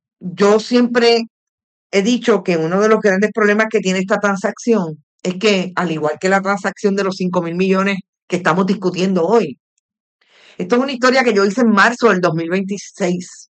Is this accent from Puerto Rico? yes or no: yes; Puerto Rico; Y nosotros somos el pueblo de Puerto Rico, es el primer deudor que aparece ahí